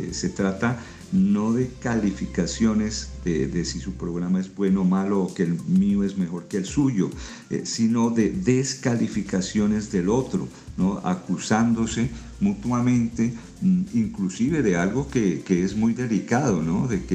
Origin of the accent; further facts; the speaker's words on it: Colombia